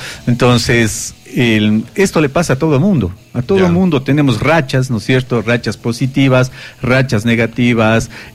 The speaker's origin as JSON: {"language": "Spanish", "country": "Ecuador", "tie": "born there", "said": "Nací en Ecuador y sé que mañana Ecuador dará el aztecaso, ¿no?"}